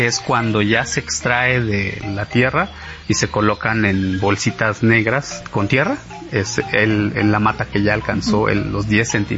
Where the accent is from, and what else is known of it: Tanetze de Zaragoza, Oaxaca, Mexico